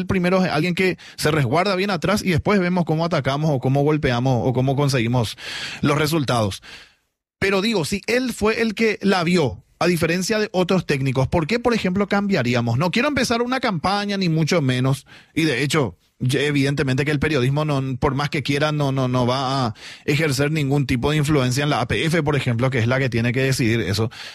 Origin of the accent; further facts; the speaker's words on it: Paraguay; Bueno, no hablo a título personal, pero digo como paraguayo.